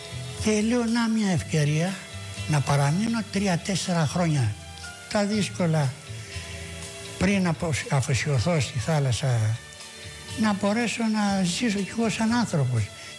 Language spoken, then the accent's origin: Greek; Greece; Είμαι Έλληνας.